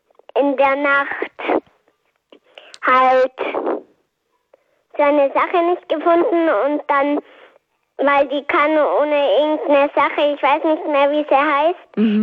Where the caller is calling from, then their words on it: Bavaria, Germany; Aus dem Allgäu